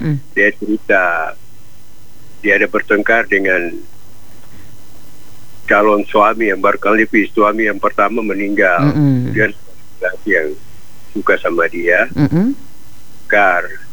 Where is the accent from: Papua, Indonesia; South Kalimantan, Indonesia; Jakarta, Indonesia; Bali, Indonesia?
Papua, Indonesia; Jayapura; saya dari Jayapura.